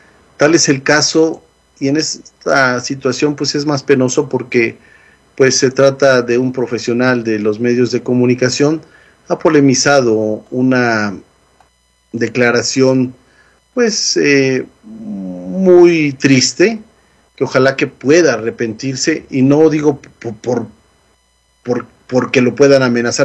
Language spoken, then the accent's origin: Spanish; Mexico; now in United States; nosotros también como mexicanos, sobre todo como migrantes mexicanos, muchos de nosotros tenemos grandes conocidos y grandes amigos argentinos.